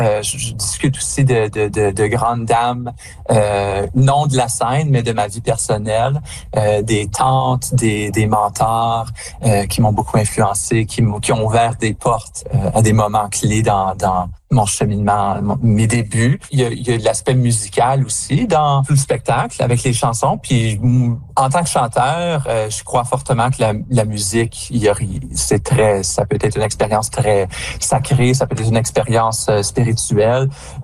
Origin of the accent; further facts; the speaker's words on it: Canada; en tant que Français-Canadien